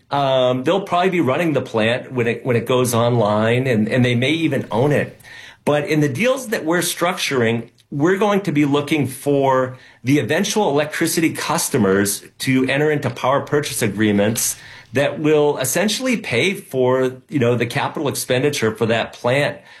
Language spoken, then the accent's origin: English; New Hampshire, United States; You know, I grew up in New Hampshire watching the Seabrook nuclear power plant take over 10 years to get built